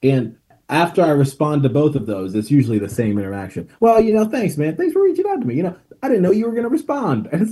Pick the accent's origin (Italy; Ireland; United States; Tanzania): Tanzania; English is a second language; I'm from Tanzania, East Africa, and I've been there